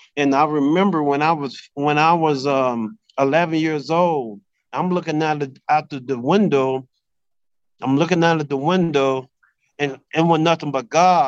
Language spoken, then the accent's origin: English; Jonestown, Mississippi, United States